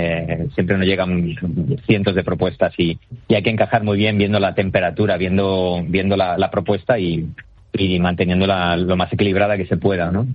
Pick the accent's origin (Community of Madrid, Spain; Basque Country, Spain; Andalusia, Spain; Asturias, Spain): Community of Madrid, Spain; Madrid; a mí me hace especial ilusión como madrileño, ¿no? Tener esta ciudad como un poco un lienzo, ¿no? Cuando me empecé a dirigir los veranos, me hacía mucha ilusión porque es una ciudad que adoro, me he criado aquí.